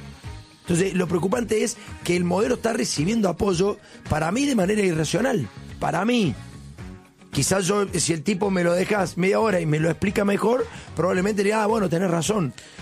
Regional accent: Córdoba, Argentina; Yo vengo de Córdoba y la verdad que no recuerdo.

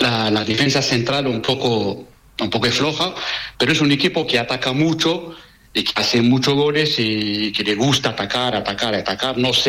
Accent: Algeria; now in Buenos Aires, Argentina

